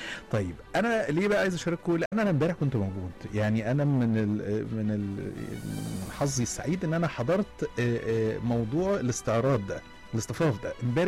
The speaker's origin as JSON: {"language": "Arabic", "country": "Egypt"}